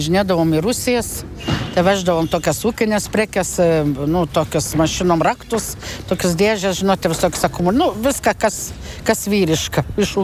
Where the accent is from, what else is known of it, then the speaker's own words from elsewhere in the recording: Samogitia, Lithuania; Mes žemaičia, aš ne visai esu žemaitė, bet žemaičia mes turim tą savo tokį užsispyręs kaip žemaitis.